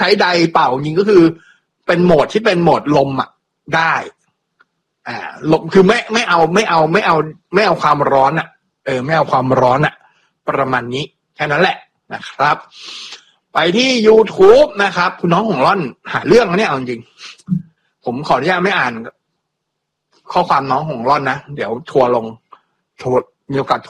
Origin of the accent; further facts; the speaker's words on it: Dao Khanong, Bangkok, Thailand; also born or lived in Rom Klao; ตอนเด็กๆผมก็โตที่นู่นนะครับผมเกิดแถวดาวคะนองแต่ผมไปโตอยู่แถวร่มเก้าโตถึงอายุประมาณ4ขวบ5ขวบมั้งถึงจะกลับเข้ามาอยู่ในดาวคะนองอีกรอบนึง